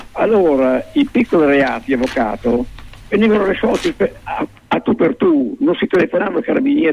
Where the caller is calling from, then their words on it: Bologna, Emilia-Romagna, Italy; Io sono un bolognese adottato perché abitavo in un paesello e venivo a Bologna